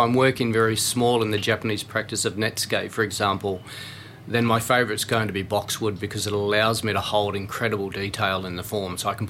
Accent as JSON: {"language": "English", "country": "New Zealand", "tie": "born or raised there", "moved": "yes", "said": "I think I started my art practice as quite a young person growing up in New Zealand. So where I grew up, we have mountains and a couple good rivers."}